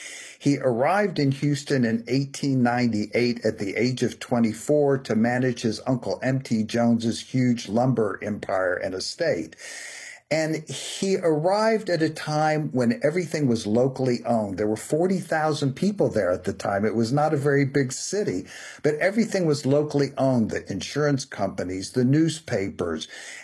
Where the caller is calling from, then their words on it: Netherlands; That's correct. We're speaking from the Netherlands.